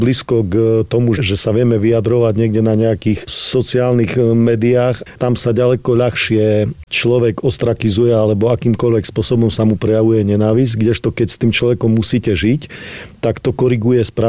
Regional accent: Čečehov, Košice Region, Slovakia; born or raised there

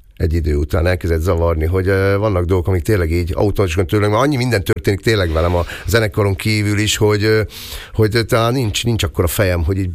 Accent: Eger, Heves, Hungary; én mai napig büszke vagyok arra, hogy egri születésű vagyok.

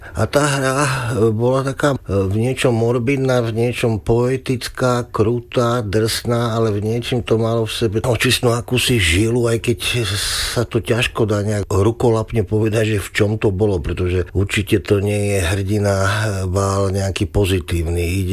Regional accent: Nové Mesto nad Váhom, Trenčín Region, Slovakia; born there; vlak zastal paradoxne v Novom meste nad Váhom, čo je moje rodisko.

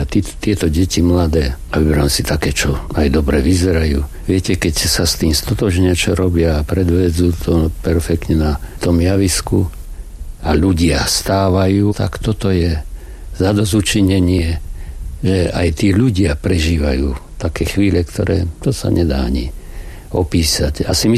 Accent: Banská Bystrica Region, Slovakia; tá energia, čo som ja cítil doma na Podpolaní

